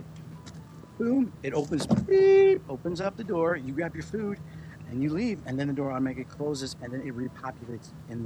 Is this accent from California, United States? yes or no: no; Chicago, Illinois, United States; It's the tortilla. I'm from Chicago.